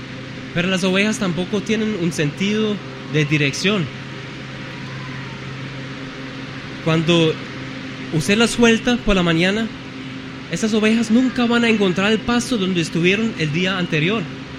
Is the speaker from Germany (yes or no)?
yes; Germany; Spanish is a second language; En mi país, en Alemania, hay pastores.